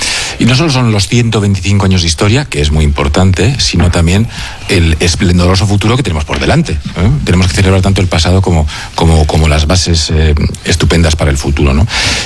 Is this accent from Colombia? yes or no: no; Bilbao, Basque Country, Spain; Bueno, somos bilbaínos, o sea, somos muy sobrios y contenidos.